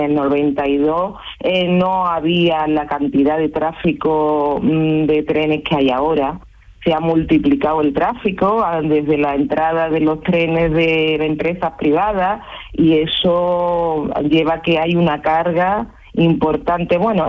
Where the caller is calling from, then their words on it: Seville, Andalusia, Spain; hoy sí me pillas en Sevilla. Hoy estoy en casa y trabajando ya